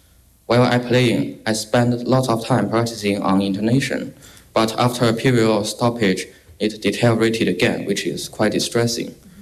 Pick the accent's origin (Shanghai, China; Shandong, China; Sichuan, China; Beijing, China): Beijing, China; English is a second language; I'm 14 years old. I come from Beijing, China.